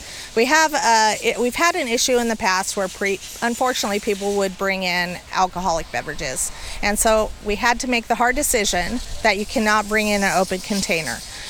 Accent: Salem, Oregon, United States; I'm an Oregonian. I was born and raised in Salem.

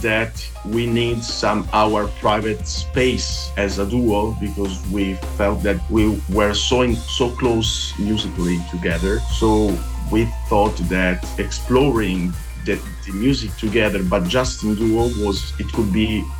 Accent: Modena, Emilia-Romagna, Italy; English is a second language; now in Verona, Italy; we are from Modena. That it's like 1 hour away from Verona, but it's quite close to Verona, yeah. And we are both from Modena, yeah. We met in Modena.

